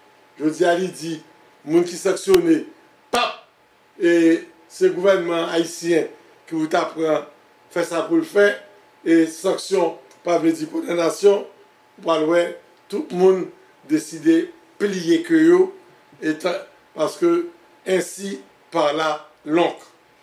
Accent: Haiti; Nous sommes jeunes d'Haïti, des jeunes garçons.

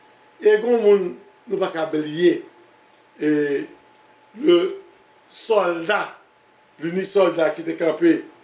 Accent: Haiti; Nous sommes jeunes d'Haïti, nous sommes jeunes petits garçons. C'est la première fois que nous avons un livre a sorti dans le pays d'Haïti.

